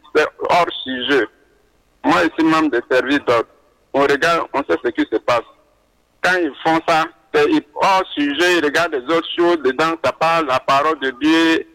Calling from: Bondoukou, Zanzan, Côte d’Ivoire; Je vous appelle Bandoukou

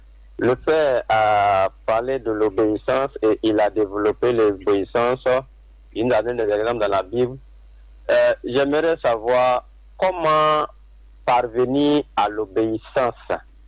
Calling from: San-Pédro, Côte d’Ivoire; Je vous appelle de Guilibiagi à San Pedro.

